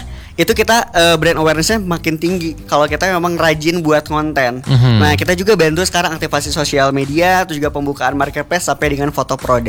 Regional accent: Bandung, West Java, Indonesia; aku sehari-hari tuh di Garut, Kang. Jadi kalau weekend udah pasti di Bandung. Aku asli Bandung tapi kerjanya di Garut. Orang Garut ke Bandung.

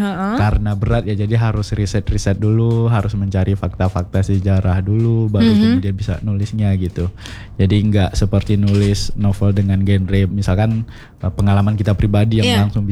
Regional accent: West Sumatra, Indonesia; Itu sebagai apa ya, tanggung jawabku mungkin ya sebagai orang Minangkabau gitu. Jadi aku nulis dalam bahasa Minang gitu.

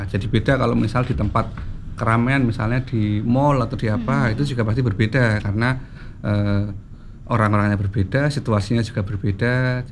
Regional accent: Bojonegoro, East Java, Indonesia; now in Sidoarjo, Indonesia; Saya aslinya Bojonegoro.

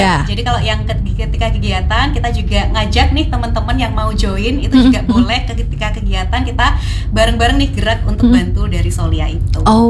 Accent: Jember, East Java, Indonesia; Kalau dulu kebetulan aku dari Jember, jadi ada juga komunitas Ketimbang Ngemis Jember di sana.

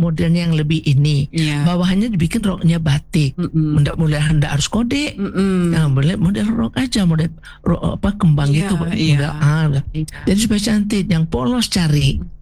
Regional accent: West Sumatra, Indonesia; Kalau kita Minang enggak pakai batik di bawah. Pakai kain gitu dia.

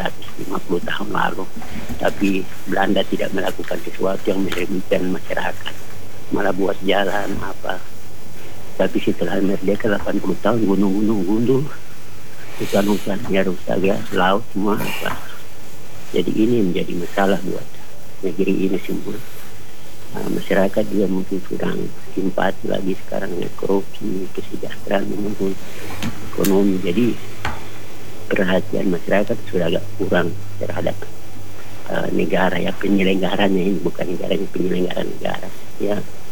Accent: Papua, Indonesia; Jadi ini hanya objek saja untuk kami orang Papua bilang masuk NKRI

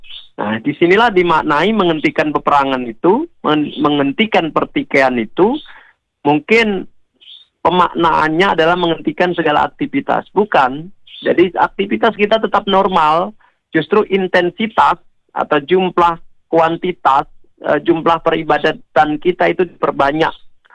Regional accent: Java, Indonesia; saya orang Jawa juga Pak

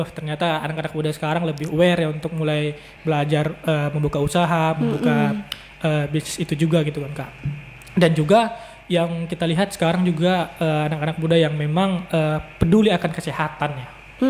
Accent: Pandan, North Sumatra, Indonesia; Saya di Lubuk Toko Baru sih kak.

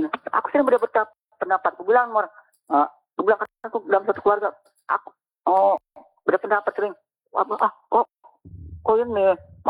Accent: Java, Indonesia; moved away; aku besar di Pulau Jawa.

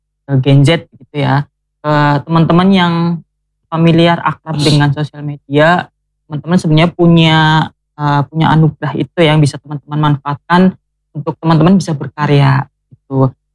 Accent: Banyumas, Central Java, Indonesia; mengangkat identitas kita sebagai orang Banyumas, dan kita sama-sama tetap melestarikan bahasa Banyumas, bahasa yang kita bangga-banggakan.

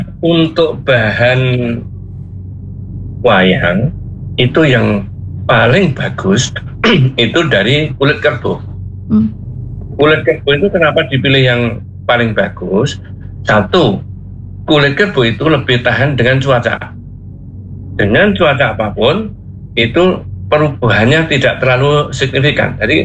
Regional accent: Central Java, Indonesia; now in Karanganyar, Indonesia; yang di Manyaran, desa Keposari itu, desa kami

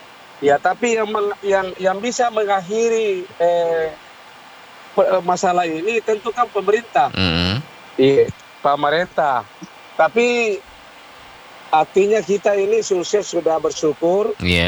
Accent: South Sulawesi, Indonesia; sehingga kita orang Sulsel ini bisa menikmati yang tidak antri lagi untuk mendapatkan BBM.

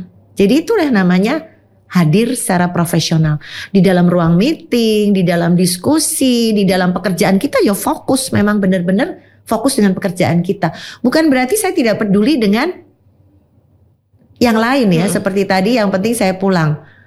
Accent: Semarang, Central Java, Indonesia; Dan dipercayakan pada saya orang Semarang gitu loh.

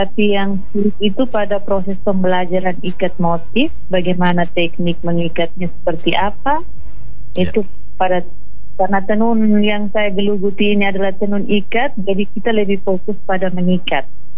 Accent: Belu, East Nusa Tenggara, Indonesia; Kalau kami orang Belu, khususnya orang Kemak itu bilang ties.

